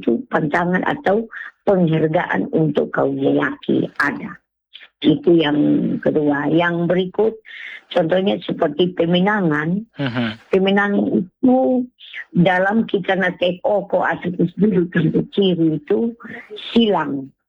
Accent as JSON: {"language": "Indonesian", "area": "South Central Timor", "region": "East Nusa Tenggara", "country": "Indonesia", "said": "kami orang Timur TTS juga ada satu hal, yaitu kebersamaan."}